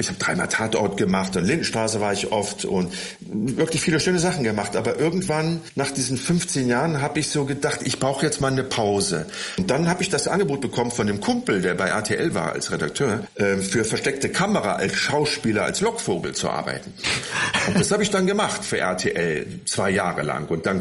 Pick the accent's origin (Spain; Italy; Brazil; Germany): Germany; Bonn, North Rhine-Westphalia; moved away as an adult; Ich bin in Bonn geboren und habe bis zum 18., 19. Lebensjahr in Bonn gelebt